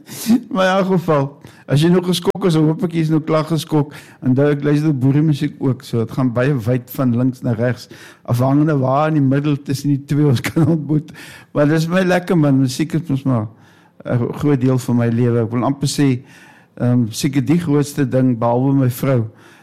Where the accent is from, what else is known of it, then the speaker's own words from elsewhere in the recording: Northern Cape, South Africa; ons kom ons uit Namakoland